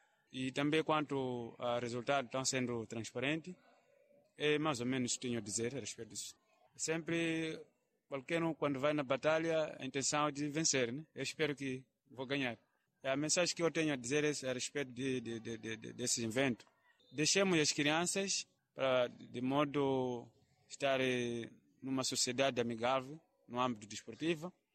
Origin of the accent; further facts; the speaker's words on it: Cheringoma, Sofala, Mozambique; sou treinador de ginástica, venho do distrito de Xiringoma.